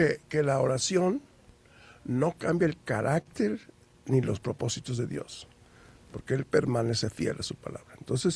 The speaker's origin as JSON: {"language": "Spanish", "country": "Puerto Rico", "moved": "yes", "lives_now": "Mexico", "said": "Hola chicos, yo soy de Puerto Rico, pero ya tengo 50 años aquí en México"}